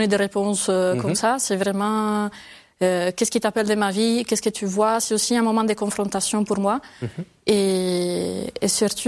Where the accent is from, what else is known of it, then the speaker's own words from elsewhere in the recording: Sardinia, Italy; born there; Je suis née en Sardaigne. Mais à 18 ans, c'est le moment de choisir. Donc, je suis partie à Rome pour faire mes études à l'Université de Rome.